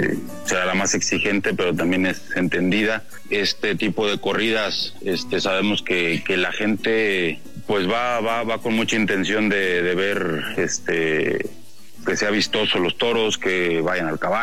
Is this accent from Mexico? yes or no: yes; San Luis Potosí, Mexico